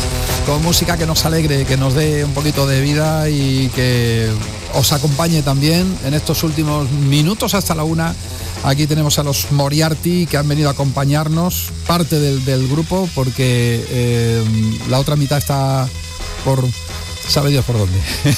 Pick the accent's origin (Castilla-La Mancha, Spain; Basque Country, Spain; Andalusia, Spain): Andalusia, Spain; Seville; Soy de Sevilla